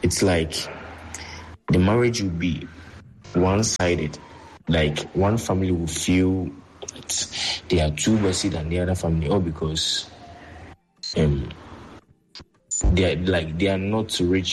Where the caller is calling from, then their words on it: Accra, Greater Accra, Ghana; I'm speaking from Accra.